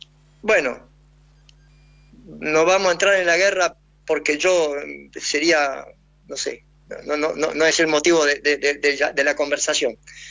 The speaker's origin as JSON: {"language": "Spanish", "country": "Argentina", "said": "soy argentino, yo uso mi camiseta de Argentina, yo grito los goles, no voy a cambiar mi idioma, no sé hablar guaraní"}